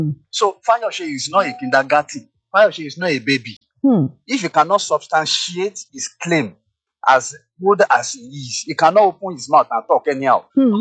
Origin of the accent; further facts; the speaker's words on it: Nigeria; I grew up in a situation whereby in this same Nigeria, where somebody will open a shop and he will put the amount of money you are selling your goods by your goods.